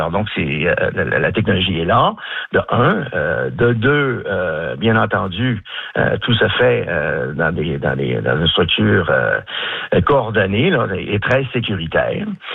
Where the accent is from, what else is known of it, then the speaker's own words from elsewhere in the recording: New Richmond, Quebec, Canada; Écoutez, moi, j'ai grandi à New Richmond face à Belzune.